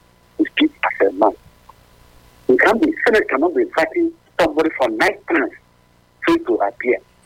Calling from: Nigeria; from Abu.

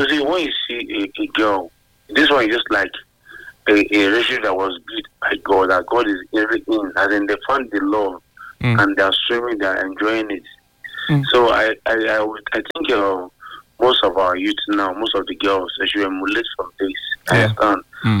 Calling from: Benin City, Edo, Nigeria; calling from Benin.

